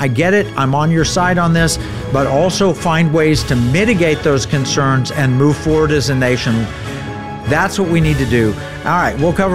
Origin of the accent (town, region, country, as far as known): Tulsa, Oklahoma, United States; born there